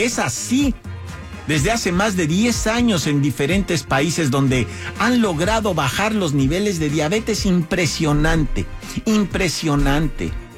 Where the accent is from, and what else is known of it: Mexico